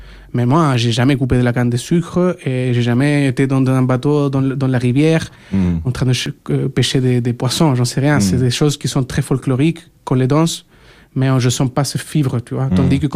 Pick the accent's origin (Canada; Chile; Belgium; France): Chile; Santiago, Santiago Metropolitan Region; Et moi-même, je me souviens quand j'ai habité à Santiago, ma ville natale, quand j'entendais cette chanson et je marchais à Santiago, je sentais que le mec, il écrivait sur moi et sur nous à Santiago.